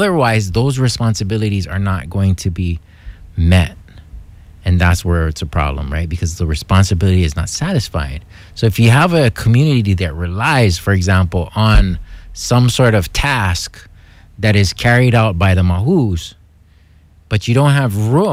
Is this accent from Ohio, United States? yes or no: no; Hawaii, United States; as a Hawaiian